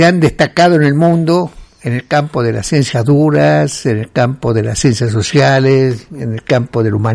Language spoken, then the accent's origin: Spanish; Argentina; nos hace particularmente argentinos